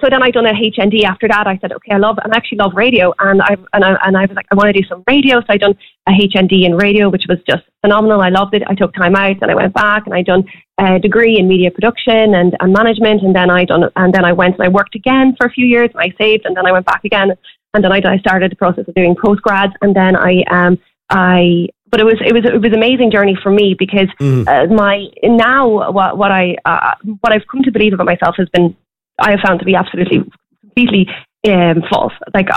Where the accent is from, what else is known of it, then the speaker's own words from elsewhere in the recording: Midlands, Ireland; I'm from the Midlands